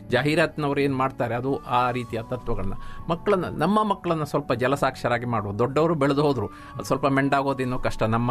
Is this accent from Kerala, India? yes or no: yes; Padre, Kerala, India; ನನ್ನ ಗ್ರಾಮ ಪಡ್ರೆ